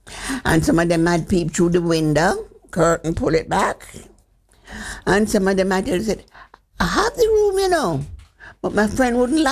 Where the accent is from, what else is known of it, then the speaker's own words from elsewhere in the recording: Jamaica; moved away as an adult; now in London, United Kingdom; I'm from Jamaica.